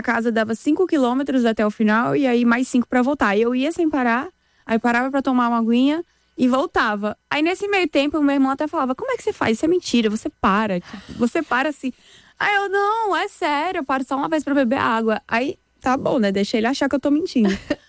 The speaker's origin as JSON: {"language": "Portuguese", "region": "São Paulo", "country": "Brazil", "tie": "born there", "also_born_or_lived": "Recife", "said": "nasci aqui em São Paulo. E aí, aqui em São Paulo, eu fui comecei na ginástica olímpica. Aí me mudei para Recife, porque meus pais se mudaram por conta de trabalho."}